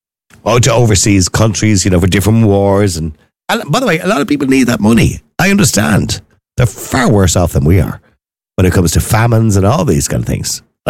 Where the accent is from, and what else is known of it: Ireland